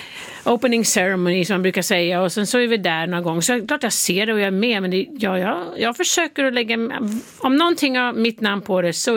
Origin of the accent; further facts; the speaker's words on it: Sweden; now in United States; Ja, jag är fortfarande svensk medborgare. Det måste jag tala om. Barnen är ju svensk medborgare också, så försöker jag hålla den kontakten.